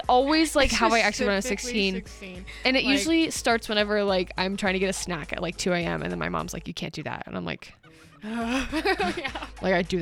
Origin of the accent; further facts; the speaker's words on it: West Virginia, United States; moved away as an adult; I miss everyone back home. Because, like, I'm from West Virginia, so, like, it's a ways back.